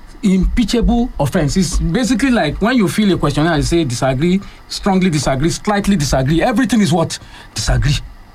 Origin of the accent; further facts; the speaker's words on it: Nigeria; And I feel very, very insulted as a Nigerian that moving from 4 hours of electricity to 6 hours of electricity deserves praise.